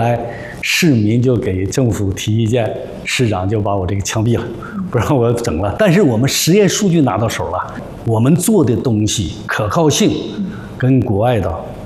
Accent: China; 我们中国人

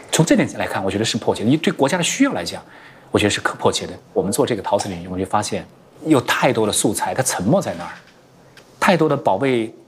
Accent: China; 我们中国人创造的品牌

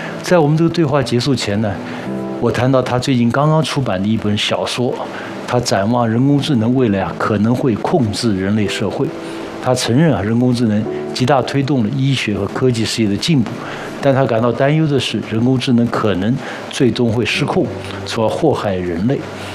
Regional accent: China; 我想作为中国人，我们不要辜负这种伟大的希望。

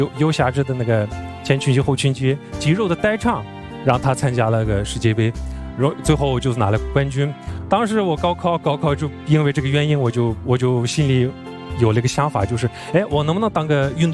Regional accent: Artux, Xinjiang, China; 我生在阿图什，大家都知道阿图什一个足球之乡。然后我小时候就是跟奶奶一起长大的，那个时候在农村

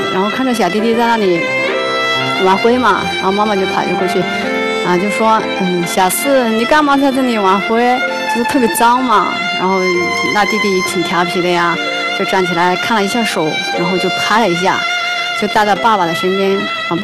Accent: Yunnan, China; 我来自云南俊雄。

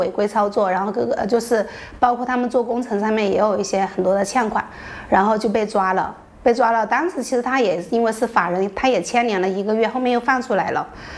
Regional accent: Hunan, China; 他是湖北的，我是湖南的

